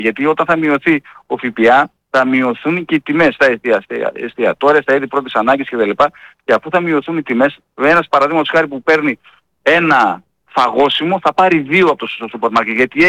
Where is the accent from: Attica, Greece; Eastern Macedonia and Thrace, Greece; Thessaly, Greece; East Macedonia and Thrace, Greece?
Eastern Macedonia and Thrace, Greece; επειδή κατάγομαι και από τον Εύρο και ζω και διαμένω και δουλεύω και εργάζομαι στον Εύρο